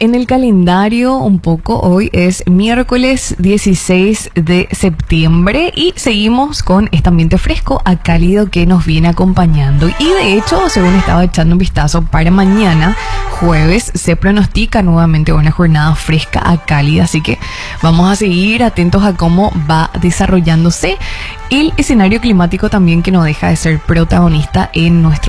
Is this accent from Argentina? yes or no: no; Paraguay; esta info nos regala un motivo para sentir orgullo como paraguayos